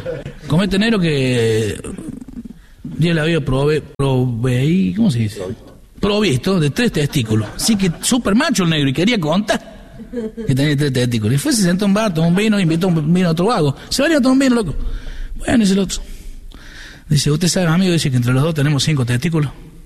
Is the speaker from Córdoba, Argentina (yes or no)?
yes; San Francisco, Córdoba, Argentina; Yo soy de San Francisco, ¿no? No California, acá. Cuando era Santa Fe. Hincha de Sportivo, era en San Francisco.